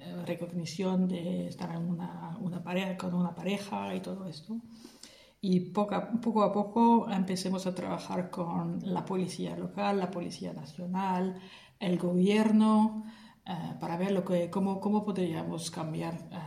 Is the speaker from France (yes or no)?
yes; France; born there; Spanish is a second language; moved away as an adult; also born or lived in Paris / Ireland; Pues todo empezó en Francia, que nací en Francia, vivía en París, trabajaba con Disneyland París